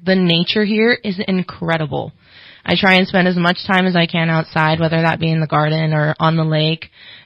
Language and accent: English; Chowchilla, California, United States; moved away as an adult; I grew up in the Central Valley in a teeny, teeny, tiny town called Chowchilla. It's full of almond trees and dairies, and it's very dusty.